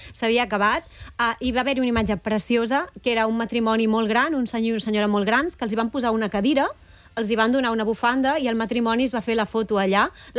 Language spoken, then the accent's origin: Catalan; Badalona, Catalonia, Spain; Jo sóc de Badalona.